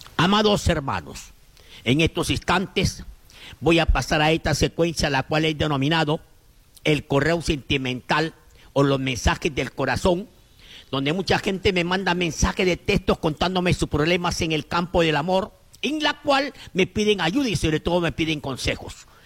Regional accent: Huancabamba, Piura, Peru; Yo soy huancabambino. Muchas personas me dicen … usted sí es de Huancabamba porque no muestra sus documentos.

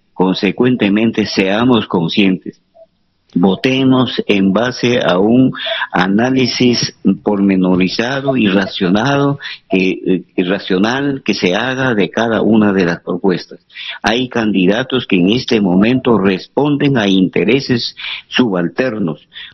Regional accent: Lamud, Amazonas, Peru; born there; moved away; Yo soy nacido en la provincia de Luya, su capital, Lamu. Soy lamutino de nacimiento. Y hace 2 años y menos que yo he estado en mi tierra.

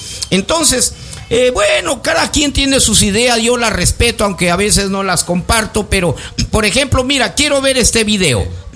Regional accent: Lambayeque, Peru; mi tierra Lambayeque.

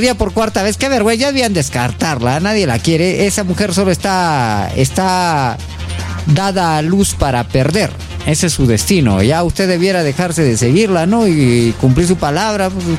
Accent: Arequipa, Peru; Yo sí soy recontra arequipeño

